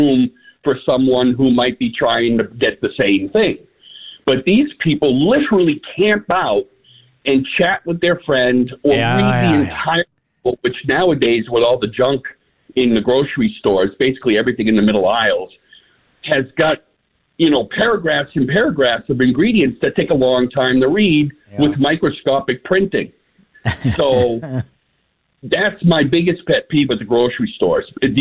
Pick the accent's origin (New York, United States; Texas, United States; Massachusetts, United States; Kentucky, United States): Massachusetts, United States; Fitchburg; When I was a kid growing up in Fitchburg, you know, in the early 70s